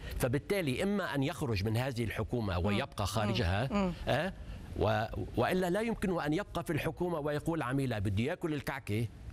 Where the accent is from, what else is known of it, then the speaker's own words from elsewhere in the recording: Lebanon; احنا كلبنانيين